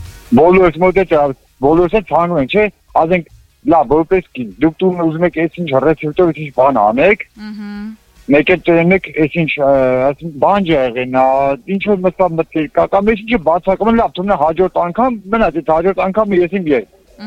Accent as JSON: {"language": "Armenian", "town": "Armavir", "region": "Armavir Province", "country": "Armenia", "said": "Մեր մոտ Արմավիրի մարզ, այս Արմավիրից եմ, Արմավիրի մարզում մենք ունենք արգելված, մոռացված նավթի հանք"}